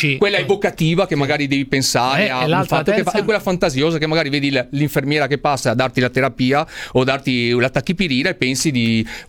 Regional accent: Padua, Veneto, Italy; Ma ovvio, ma io sono in Italia, sono italiano e sono nel mio paese, sono anche padovano.

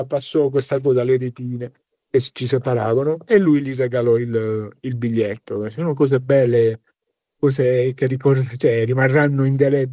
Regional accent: Terlizzi, Apulia, Italy; fanno così al mio paese, quando passa la Madonna del Rosario nelle stradine

